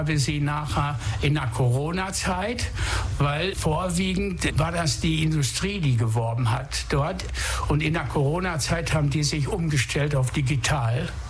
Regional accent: North Rhine-Westphalia, Germany; now in Flensburg, Germany; Ich lebe lange in Flensburg, bin auch kein Flensburger. Ich komme aus dem Ruhrgebiet, aber ich bin ein Norddeutscher durch und durch geworden.

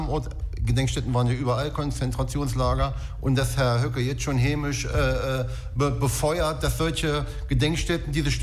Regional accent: Thuringia, Germany; born there; Ich bin gebürtig aus Thüringen

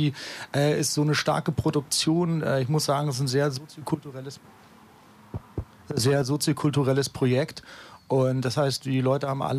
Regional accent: Wismar, Mecklenburg-Vorpommern, Germany; moved away as an adult; now in Lübeck, Germany; ich komme ursprünglich aus Wismar an der Ostsee und das ist ja auch so eine Hansestadt. Und ich kam hierher

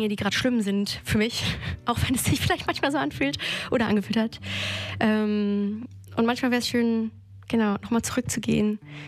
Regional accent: Soltau, Lower Saxony, Germany; now in Hamburg, Germany; Ich komme aus Soltau. Genau, der Heidepark. da komme ich eigentlich her.

